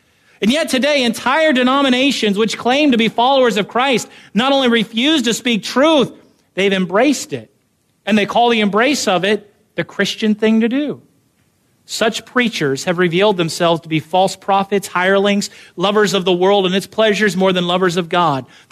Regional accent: United States; born there

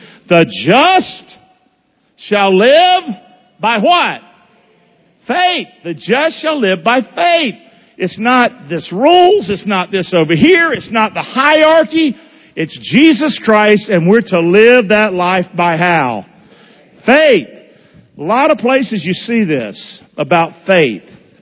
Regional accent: Rockingham, United States; I grew up in Rockingham. I was a hellraiser. God was a cuss word in my house.

